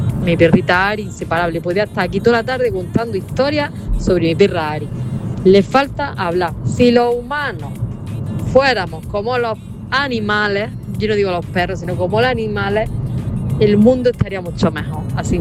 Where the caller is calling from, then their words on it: Carchuna, Andalusia, Spain; Le hablo desde Carchuna, Granada.